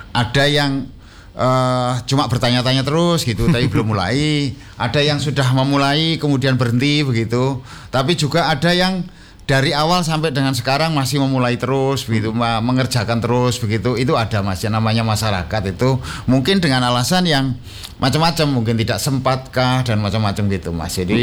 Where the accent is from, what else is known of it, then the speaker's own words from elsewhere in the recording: Magelang, Central Java, Indonesia; moved away; Kebetulan saya asli Magelang